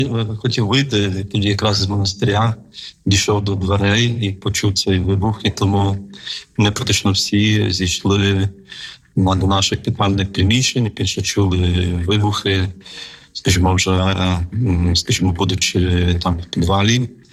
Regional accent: Khmelnytskyi, Khmelnytskyi Oblast, Ukraine; Я народився в місті Хмельницькому і зростав там. Це було місто мого дитинства, моєї юності. І можна сказати так, що щодо віри, якщо дивитися, то я був вихований взагалі в повністю атеїстичній сім'ї.

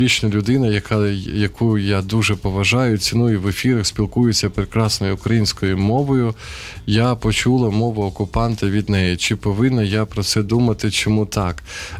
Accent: Sumy, Sumy Oblast, Ukraine; я, наприклад, от повернувся зараз із Сум, знову ж таки, моє рідне місто

